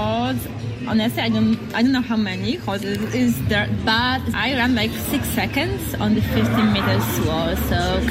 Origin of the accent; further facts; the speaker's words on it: Poland; English is a second language; I'm from Poland, I'm a speed climber, and I competed in the Olympic Games in Paris this summer.